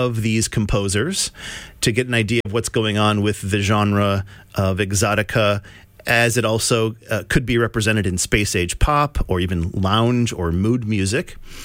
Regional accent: Lansing, Michigan, United States; In my hometown of Lansing, Michigan

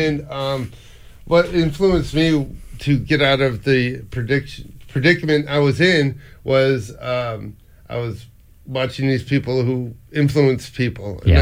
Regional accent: Bowling Green, United States; I was born in Bowling Green

